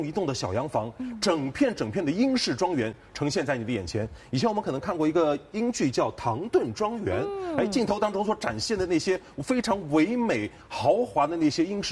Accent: China; 我们中国人

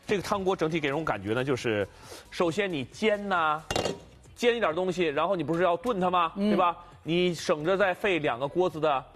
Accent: China; 咱作为一个中国人

